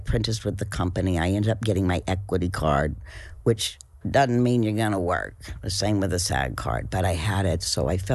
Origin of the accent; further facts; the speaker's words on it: Knoxville, Tennessee, United States; The jump was, I grew up doing theater as a kid. The university in my hometown, Knoxville, had a really fabulous theater program.